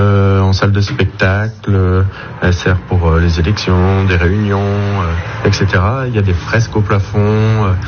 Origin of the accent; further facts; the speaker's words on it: Brittany, France; moved away as an adult; now in Breil-sur-Roya area, France; je suis originaire de Bretagne. Donc, mon cursus, je ne l'ai pas suivi ici.